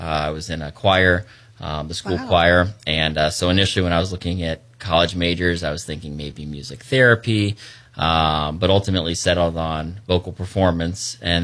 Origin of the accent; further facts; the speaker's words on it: Orlando, Florida, United States; now in Palm Coast, United States; I grew up in Orlando, but we spent most of my summers actually down at New Smyrna Beach.